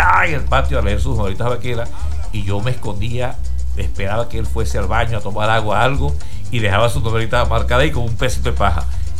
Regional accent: Caicara, Venezuela; now in Maturín, Venezuela; cuando nosotros nos vinimos de Caicara.

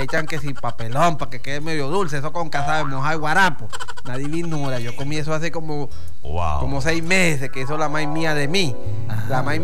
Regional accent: Valle de la Pascua, Guárico, Venezuela; yo soy llanero, pero llanero fino

